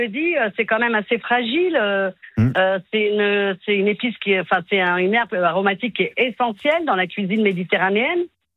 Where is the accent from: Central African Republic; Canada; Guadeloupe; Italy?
Italy; now in France; moi, je suis italienne. Donc, le basilic, chez nous, en Italie, on le met partout.